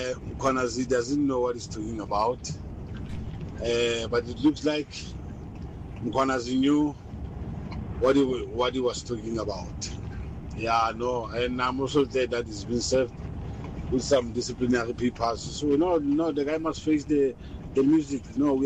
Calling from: Bloemfontein, Free State, South Africa; I'm from Bloemfontein.

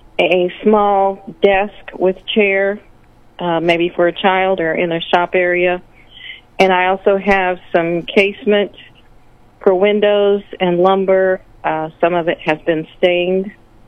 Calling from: Glasgow, Missouri, United States

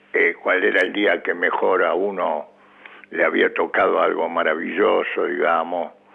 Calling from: Buenos Aires, Argentina; De acá, de Villa Urquiza.

